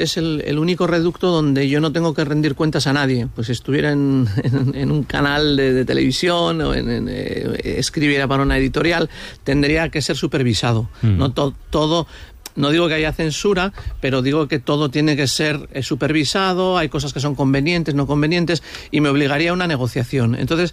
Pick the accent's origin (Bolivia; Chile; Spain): Spain; San Sebastián, Basque Country; yo soy de Donosti